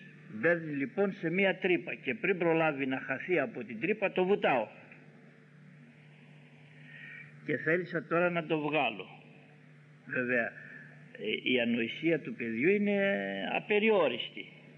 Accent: Ioannina, Epirus, Greece; Εγώ όταν ήμουν μικρό στα Γιάννενα

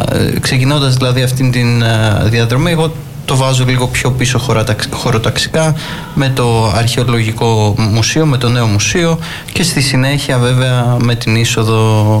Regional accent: Kryopigi, Epirus, Greece; εγώ έλεγα την καταγωγή μου από την Κρυοπηγή

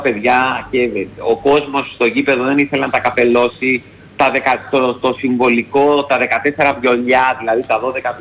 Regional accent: Central Greece, Greece; Εδώ στα μέρη μου, στην Εύβοια, έκανε την ανάβαση της Κίμης.

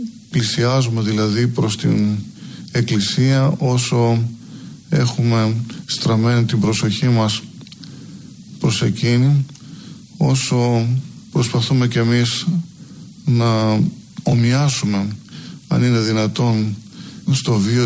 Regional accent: Greece; επειδή είμαστε Έλληνες, αλλά επειδή είμαστε Ορθόδοξοι Χριστιανοί

